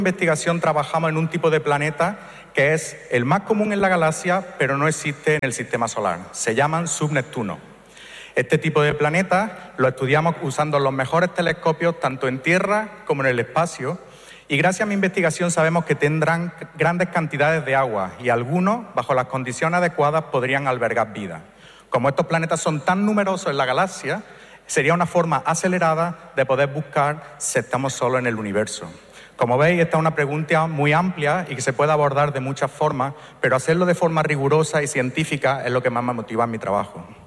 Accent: Priego de Córdoba, Andalusia, Spain; Mi pasión por la astronomía comenzó cuando era niño y en un curso de investigación que se hizo en mi pueblo, Priego de Córdoba, pude ver Saturno por primera vez con mis propios ojos.

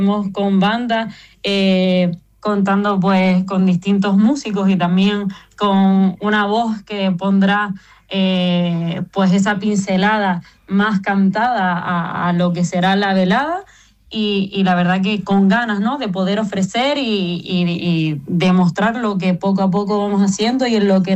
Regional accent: Valsequillo de Gran Canaria, Canary Islands, Spain; yo, que soy de Valsequillo, uno de los municipios que forma parte de esa medianía

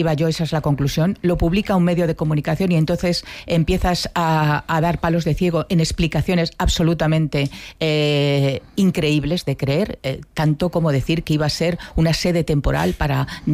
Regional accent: Madrid, Community of Madrid, Spain; como yo soy periodista y soy madrileña

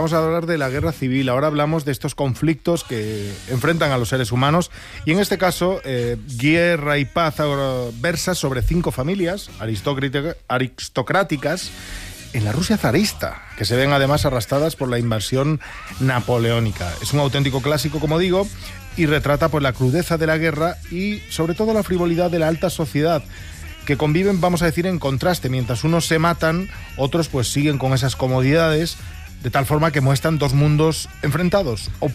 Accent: Noia, Galicia, Spain; en mi pueblo, ahora que, Noia, en Galicia.

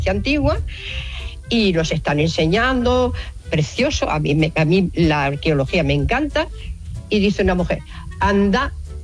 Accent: Melilla, Spain; now in Cornellà, Spain; soy de Melilla, pero bueno, vivo en Cornilla.

